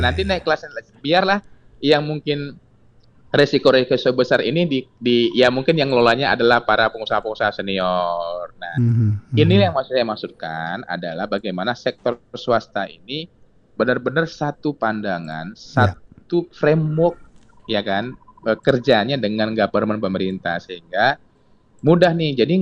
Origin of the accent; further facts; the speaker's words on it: Merauke, South Papua, Indonesia; Kebetulan saya dari salam dari Merauke, saya dari Papua Selatan.